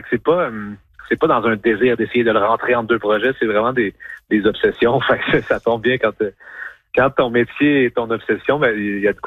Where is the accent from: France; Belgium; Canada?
Canada; Quebec; accent: Québécois; first language French; dans ma langue maternelle, c'est une langue qui est, oui, francophone, mais aussi québécoise, mettons, tu sais, écrire des chansons avec un désir que ça sonne de la façon que je parle.